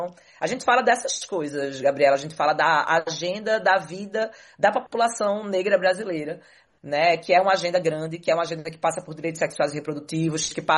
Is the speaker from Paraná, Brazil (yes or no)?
no; Recife, Pernambuco, Brazil; Eu sou uma mulher que cresci na Brasília Teimosa, uma comunidade tradicional pesqueira, uma comunidade periférica, né, que tem maioria população negra